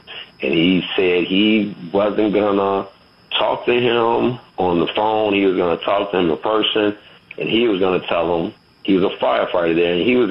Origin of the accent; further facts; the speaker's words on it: Chicago, Illinois, United States; Anyway, we're from Chicago, but I was going there frequently.